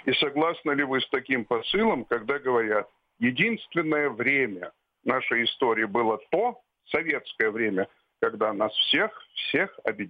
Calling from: Rostov-on-Don, Rostov Oblast, Russia; я из Ростова-на-Дону

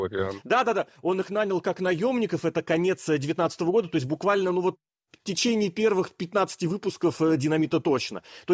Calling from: Russia; я пишусь из России

